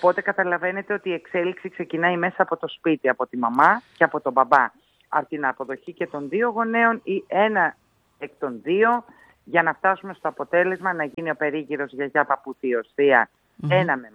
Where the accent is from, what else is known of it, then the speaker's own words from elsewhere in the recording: Greece; είμαστε Έλληνες όλοι